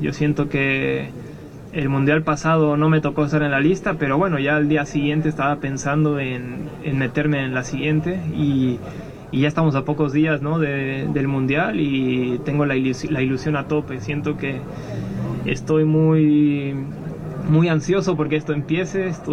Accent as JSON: {"language": "Spanish", "country": "Mexico", "said": "A ver, somos mexicanos, somos familia"}